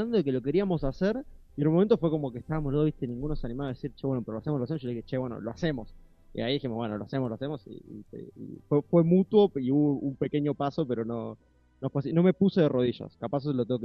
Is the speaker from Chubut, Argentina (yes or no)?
no; Paraná, Entre Ríos, Argentina; also born or lived in Córdoba; Yo soy cordobés, nací acá en Córdoba, pero viví toda mi vida en Paraná, Entre Ríos.